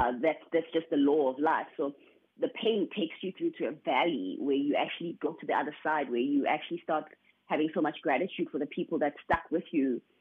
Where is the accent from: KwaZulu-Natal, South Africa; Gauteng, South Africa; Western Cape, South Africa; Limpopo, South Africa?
KwaZulu-Natal, South Africa; Durban; born there; So I was born in Durban, firstly. My mom had me in Durban and I was raised in a church, the same church that my mom was buried at. And we really lived, it's like the rural areas. I come from the rural background.